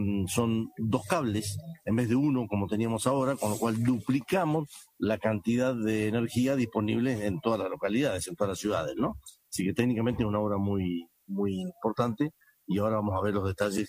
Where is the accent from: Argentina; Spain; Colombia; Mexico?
Argentina; Patagonia; somos todos patagónicos, somos todos federales y todos somos hombres del interior del país